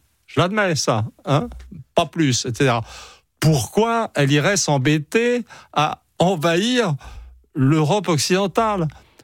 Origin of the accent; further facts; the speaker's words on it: France; je suis un Français et rien d'autre, et un occidental.